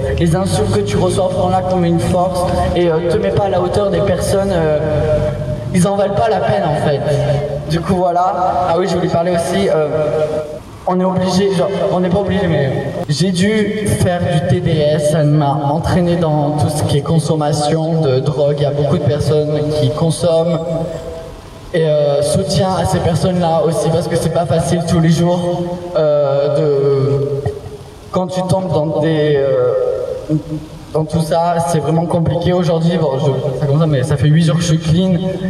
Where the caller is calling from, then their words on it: Marseille, Provence-Alpes-Côte d'Azur, France; Je suis de Marseille